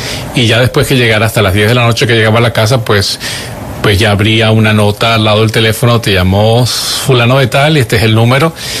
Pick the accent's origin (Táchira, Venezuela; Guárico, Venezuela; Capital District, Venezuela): Capital District, Venezuela; Caracas; born or raised there; moved away